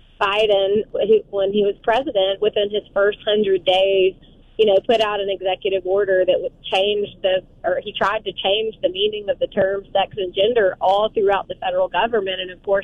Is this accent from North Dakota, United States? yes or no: no; Selma, Alabama, United States; So I'm an eighth-generation Dallas County girl, come from a long line of farmers. I grew up in Selma, so small town